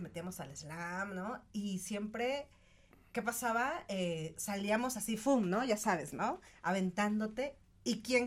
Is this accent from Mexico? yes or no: yes; Ecatepec, State of Mexico, Mexico; Bueno, sí, yo nací, crecí en Ecatepec.